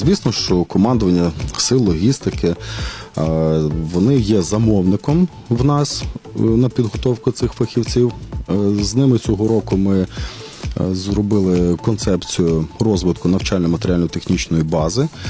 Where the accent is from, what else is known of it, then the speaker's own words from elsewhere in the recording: Ivano-Frankivsk, Ivano-Frankivsk Oblast, Ukraine; Я теж з Франківська.